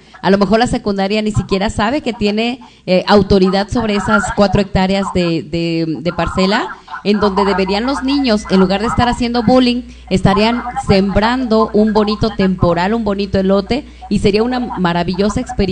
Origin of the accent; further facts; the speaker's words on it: Santa Ana Maya, Michoacán, Mexico; mis parientes, mis paisanos de lo que es Santa La Maya. … de Santa La Maya.